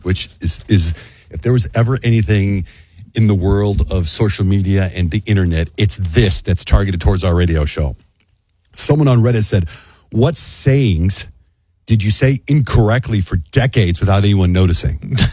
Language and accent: English; Mexico; So I grew up in Mexico. I have lots and lots of Mexican cousins. Lots.